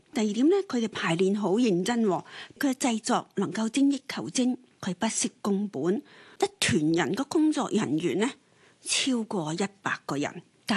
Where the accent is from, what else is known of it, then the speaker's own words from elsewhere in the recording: Hong Kong; ，落花满天蔽月光，系最能够触动我哋香港人心底嘅共鸣。